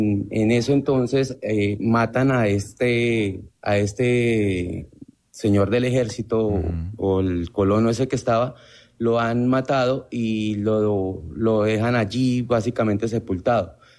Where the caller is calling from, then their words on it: Bochalema, Norte de Santander, Colombia; Desde Bochalema Norte, Santander.